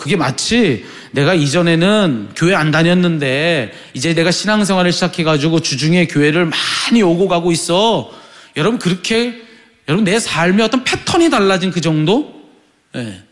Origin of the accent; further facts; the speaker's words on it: South Korea; 제가 한국 사람이어서